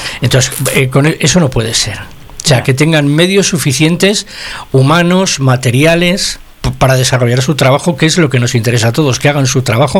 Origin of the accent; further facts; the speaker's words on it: Santoyo, Castile and León, Spain; yo pienso en mi pueblo, en Santoyo nunca ha tenido cuartel de la Guardia Civil